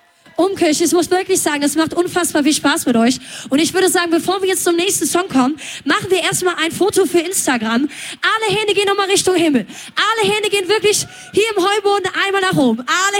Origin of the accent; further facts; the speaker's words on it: Rhineland, Germany; Denn ich komme aus dem Rheinland. Ich bin eine echte Karnevalsmaus.